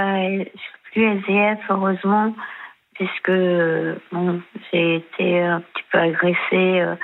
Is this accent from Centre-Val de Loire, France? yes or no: yes; Centre-Val de Loire, France; born there; also born or lived in Paris; j'aimerais bien habiter à Paris, parce que j'ai déjà habité Paris, mais j'habite dans le Cher, là où je suis née.